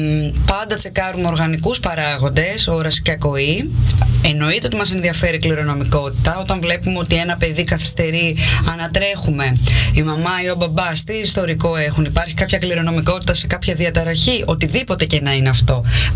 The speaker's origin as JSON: {"language": "Greek", "country": "Italy", "said": "Δηλαδή, εγώ είμαι Ιταλίδα και ο Στέργιος είναι από την Ελλάδα και έχουμε ένα παιδί, του μιλάμε και τις δύο γλώσσες."}